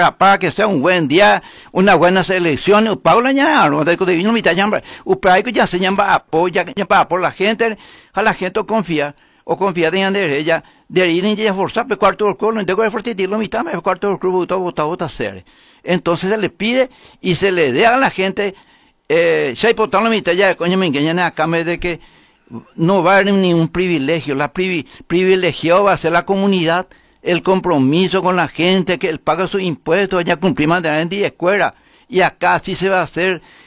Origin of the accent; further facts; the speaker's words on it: Carapeguá, Paraguarí, Paraguay; siempre como paraguayo, carapegueño, y como el correligionario.